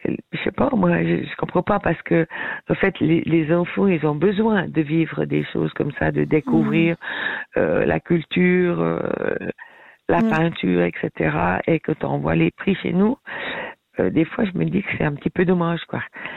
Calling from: Vaud, Switzerland; Oh, j'habite dans le canton de Vaud

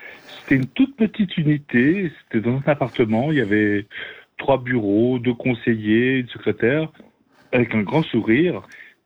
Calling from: Châtel-Saint-Denis, Fribourg, Switzerland; Quand j'avais déménagé à Châtel

